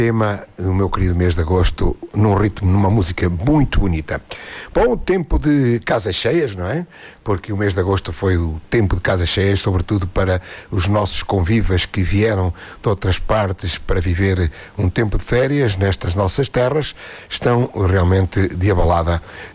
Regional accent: Arganil, Centro, Portugal; estão entre a Barreira e a Portelinha. Vive esta boa gente numa zona que me é querida, porque foi a zona onde eu fui criado.

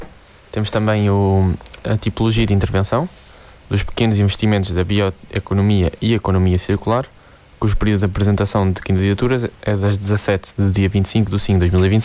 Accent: Tábua, Centro, Portugal; Tábua, de onde eu sou

